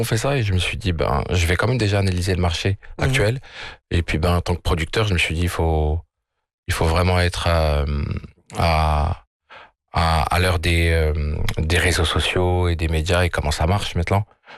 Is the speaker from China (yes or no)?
no; France; moved away as an adult; now in Morocco; je suis originaire de France, j'ai grandi et né en France